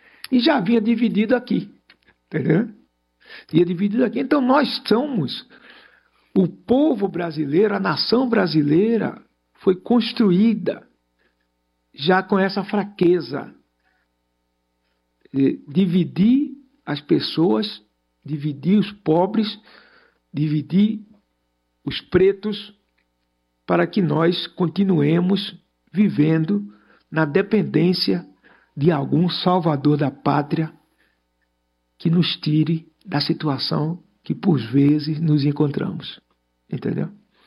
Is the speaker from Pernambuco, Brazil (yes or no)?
yes; Recife, Pernambuco, Brazil; born there; É, Recife, onde eu nasci.